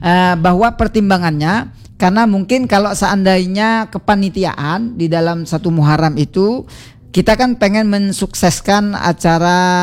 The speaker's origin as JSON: {"language": "Indonesian", "town": "Kenanga", "country": "Indonesia", "tie": "born or raised there", "said": "Jadi karena saya ini asli Kenanga, sudah mengikuti kepanitiaan sudah begitu lama ya, Mbak Reta ya."}